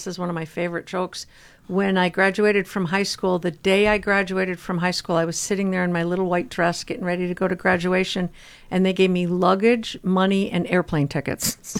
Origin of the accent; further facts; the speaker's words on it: Colorado, United States; also born or lived in Minnesota / Caribbean; I was born in Minnesota. Okay. And then moved to Colorado for middle school and high school. And then I moved to the Caribbean and lived in the Caribbean